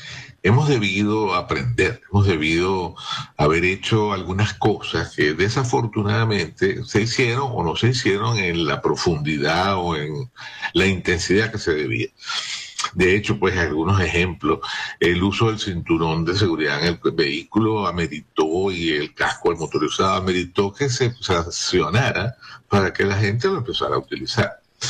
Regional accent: Venezuela; La realidad es que estamos muy compungidos, pues, como venezolanos, ante este evento que no se puede predecir

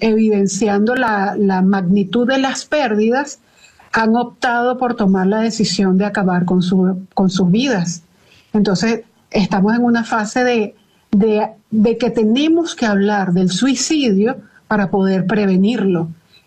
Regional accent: Venezuela; nosotros como venezolanos somos una población que de todo sacamos un chiste

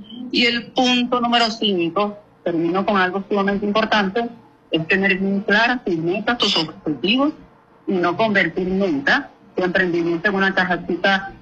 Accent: Venezuela

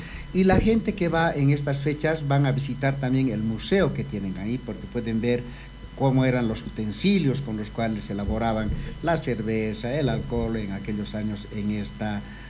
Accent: Oruro, Bolivia; somos así los orureños.

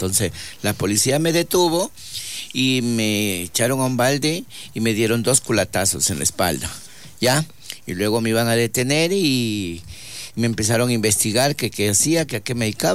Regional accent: Guayaquil, Guayas, Ecuador; also born or lived in Esmeraldas; yo soy de Guayaquil, claro que nacido en Esmeralda de corazón, porque ahí está mi color, ¿no? Orgullosamente esmeraldeño, pero yo me crié en Guayaquil.

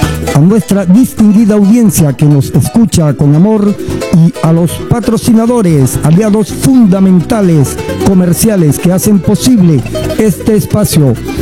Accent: San Juan de los Morros, Guárico, Venezuela; desde San Juan de los Morros, mi tierra querida, corazón del Guárico, raíz de mi vida.

